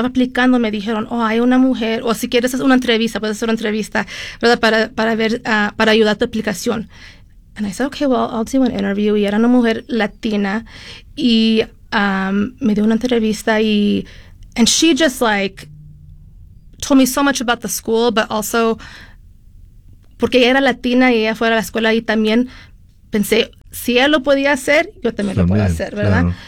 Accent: Mexico; moved away as an adult; now in Utah, United States; No, yo soy católica, mexicana, no sabía nada de Utah.

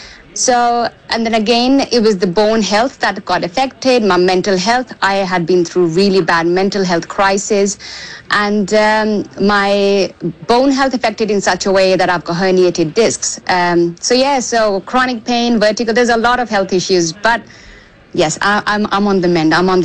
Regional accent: India; So I was born and raised in India, and I'm 45

